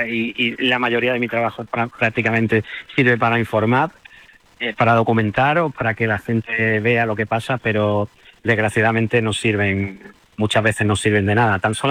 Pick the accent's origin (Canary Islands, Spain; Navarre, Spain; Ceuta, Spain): Ceuta, Spain; una ciudad como Ceuta, que es una ciudad donde nos hemos criado, lo que somos ceutíes